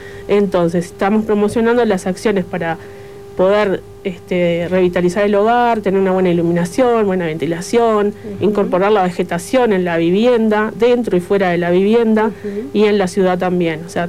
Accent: Maldonado, Uruguay; Soy de acá, de Maldonado.

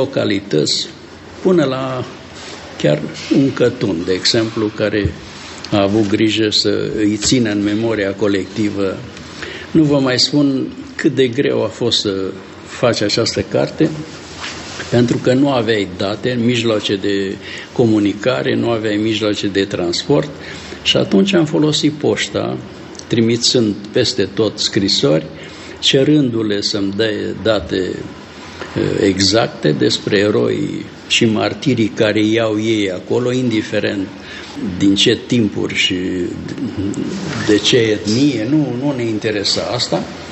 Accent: Corvinești, Bistrița-Năsăud, Romania; born or raised there; now in Cluj, Romania

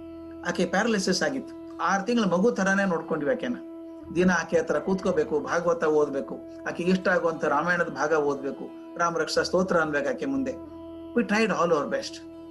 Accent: Dharwad, Karnataka, India; accent: Marathi influence; ನನಗೆ ಮರಾಠಿ ಇನ್ಫ್ಲೂಯೆನ್ಸ್, ನಾವು ಧಾರವಾಡ ಕಡೆಯವರಿಗೆ ಮರಾಠಿ ಇನ್ಫ್ಲೂಯೆನ್ಸ್ ತುಂಬಾ ಜಾಸ್ತಿ.

